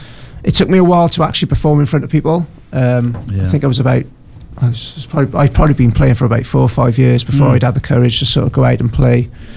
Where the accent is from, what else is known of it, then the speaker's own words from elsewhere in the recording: Newport, Wales, United Kingdom; I suppose I'm from St. Julian's, do you mean? So that's where I grew up, really.